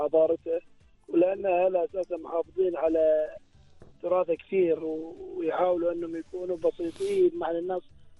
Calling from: Nizwa, Ad Dakhiliyah, Oman

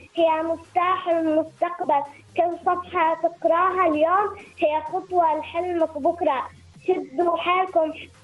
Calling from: Al Wafi, Ash Sharqiyah South, Oman; من ولاية الكامل والوافي، تحديدا في الوافي في حدر بلاد.

